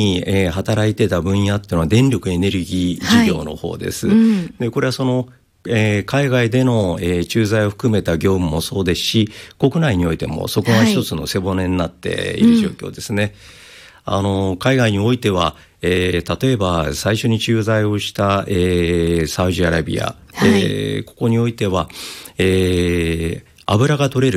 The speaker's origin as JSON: {"language": "Japanese", "town": "Kanazawa", "region": "Ishikawa", "country": "Japan", "tie": "born or raised there", "moved": "yes", "said": "実は私は石川県金沢出身で。"}